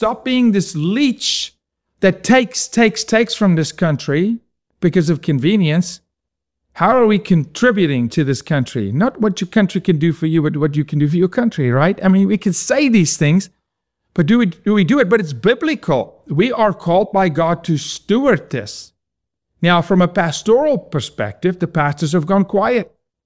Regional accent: Omaha, Nebraska, United States; also born or lived in Paducah, Kentucky; Let me tell you when I was raised in Nebraska and Omaha or in Paducah, Kentucky.

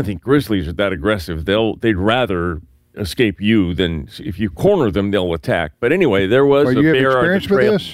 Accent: California, United States; my buddies that I grew up with in California

